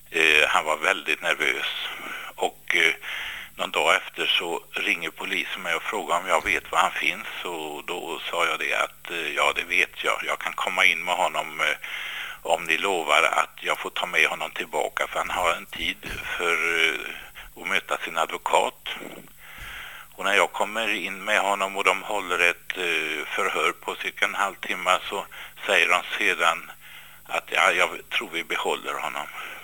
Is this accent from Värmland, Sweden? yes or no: yes; Värmland, Sweden; born there; Nej, Jag är född i Värmland. Min pappa är dansk och min mamma kom från Partille.